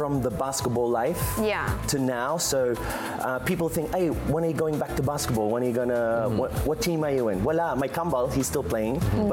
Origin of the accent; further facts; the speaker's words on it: Australia; moved away as an adult; now in Philippines; we grew up in Australia.